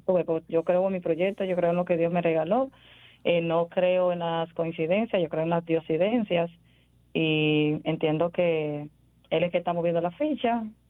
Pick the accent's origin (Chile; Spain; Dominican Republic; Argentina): Dominican Republic; Para nada, pero soy dominicana, amo el merengue, es mi bandera.